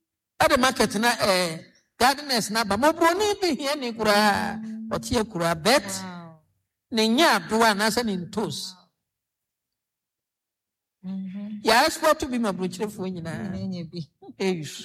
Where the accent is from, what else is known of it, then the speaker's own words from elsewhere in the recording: Ghana; I am from Fendra Ghana.